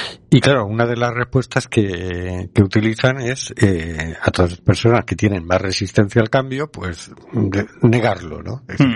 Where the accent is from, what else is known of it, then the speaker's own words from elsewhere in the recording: Valencia, Valencian Community, Spain; yo soy de Valencia